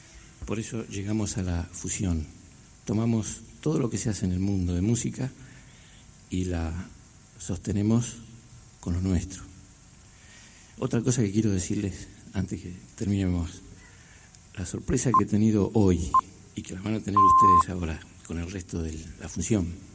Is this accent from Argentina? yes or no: yes; Argentina; Nosotros somos músicos argentinos